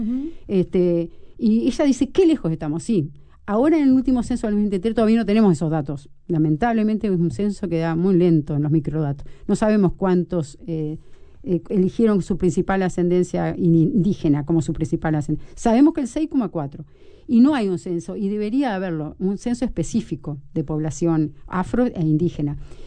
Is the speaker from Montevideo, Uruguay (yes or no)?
no; Paysandú, Uruguay; born there; Yo nací en Paysandú, en la ciudad